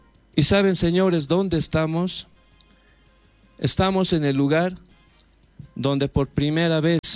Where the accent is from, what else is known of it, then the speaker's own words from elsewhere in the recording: Oruro, Bolivia; Como orureños, como bolivianos, debemos sentirnos orgullosos. Primero por ser orureños y al mismo tiempo por ser bolivianos